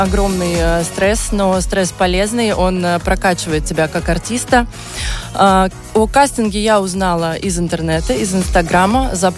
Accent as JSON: {"language": "Russian", "region": "Moscow", "country": "Russia", "tie": "born or raised there", "said": "В Москве. Я родилась в Москве и всю жизнь прожила с родителями в Москве."}